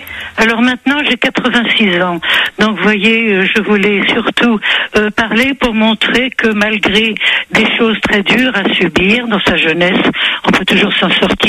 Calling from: Brive-la-Gaillarde, Nouvelle-Aquitaine, France; Non, je suis en Corrèze, oui.

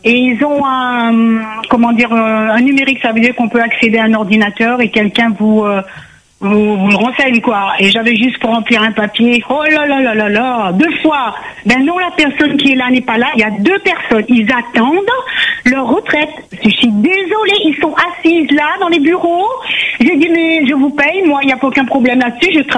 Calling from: Saint-Pierre, Réunion; J'habite à Saint-Pierre, à la Ravine Blanche

